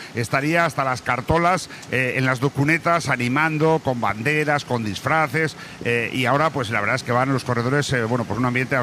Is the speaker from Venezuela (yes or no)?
no; Bilbao, Basque Country, Spain; has oído hablar de mi tierra, ¿no? En Bilbao